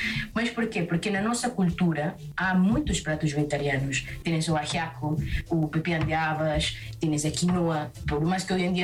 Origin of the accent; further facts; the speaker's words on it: Pucallpa, Ucayali, Peru; Portuguese is a second language; Mas sim, e por acaso, de onde eu sou, que é Pucallpa, é o rio Ucayali. O Ucayali é um dos afluentes mais importantes do Amazonas.